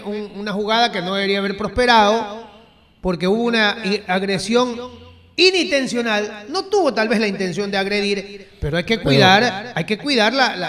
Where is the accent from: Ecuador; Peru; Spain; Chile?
Ecuador